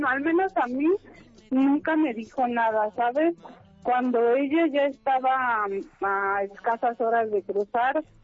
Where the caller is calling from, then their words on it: Pachuca, Hidalgo, Mexico; Yo me encuentro en Pachuca, Hidalgo.